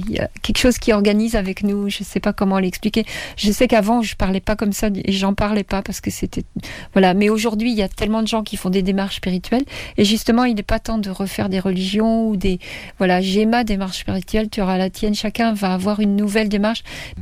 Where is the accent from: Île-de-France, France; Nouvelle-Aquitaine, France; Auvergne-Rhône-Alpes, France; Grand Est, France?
Île-de-France, France; Paris; born there